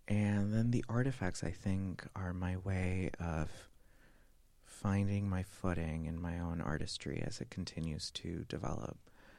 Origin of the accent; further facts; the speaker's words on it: Ecuador; now in United States; I had, of course, experienced it before as a kid growing up in Ecuador